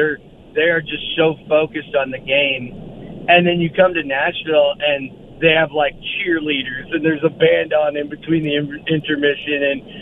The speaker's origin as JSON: {"language": "English", "region": "Alberta", "country": "Canada", "tie": "born or raised there", "said": "Usually, I was a left winger, you know, growing up in Alberta"}